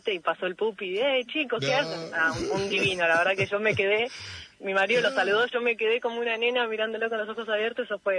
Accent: Geneva, Switzerland; Yo de chica, ya te digo, en Suiza, que pude arrancar a los 8 o 9 años, en un club de barrio, obviamente, éramos un equipo de toda la zona, creo que era uno de los equipos, éramos dos equipos de escuelita femenino en todo Ginebra

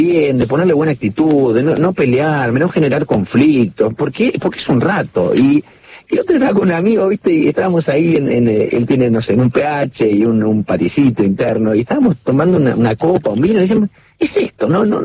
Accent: Rafaela, Santa Fe, Argentina; also born or lived in La Plata

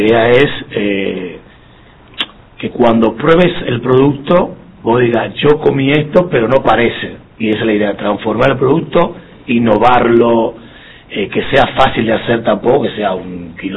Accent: Dominican Republic; now in Argentina; Eso es desayuno privilegiado en mi país.

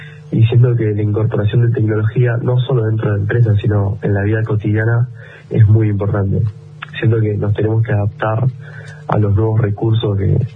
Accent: Bahía Blanca, Buenos Aires Province, Argentina; es en Buenos Aires, nosotros somos de Bahía Blanca, así que estaríamos yendo por esa fecha.

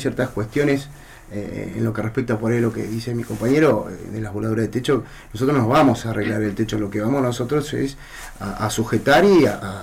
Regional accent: Río Gallegos, Santa Cruz, Argentina; los que somos de Río Gallegos, nacido y criado acá, sabemos que se vuela todo en octubre

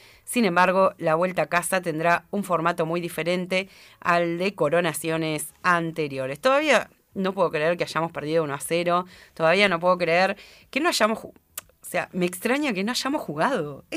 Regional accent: Argentina; somos igual los argentinos

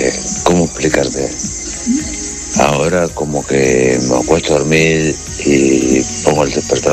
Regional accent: Fray Bentos, Río Negro, Uruguay; el uruguayo acá. De Fray Bento, enfrentado a los Belchú, ya sabés.

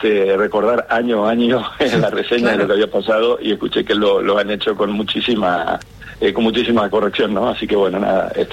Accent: Argentina; creo que nos merecemos como Argentina un régimen penal juvenil

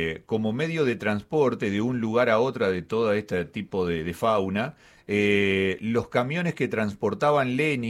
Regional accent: San Jorge, Santa Fe, Argentina; born there; en el pueblo donde yo nací, en San Jorge, no había leña.

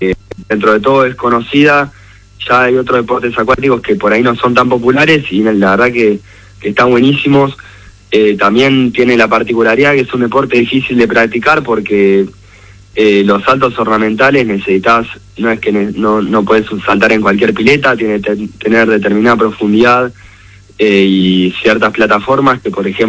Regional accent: Argentina

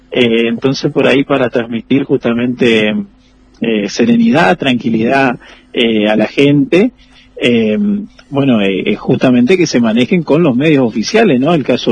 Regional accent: Paso de los Libres, Corrientes, Argentina; todos los que somos de acá de Pozo de los Libres sabemos que una o dos veces al año tenemos estas crecidas

